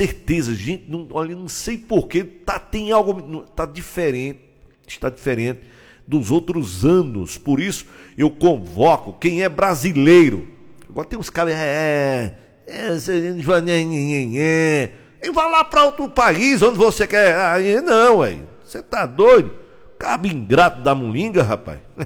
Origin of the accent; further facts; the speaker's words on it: Brazil; ele é brasileiro igual eu, somos brasileiros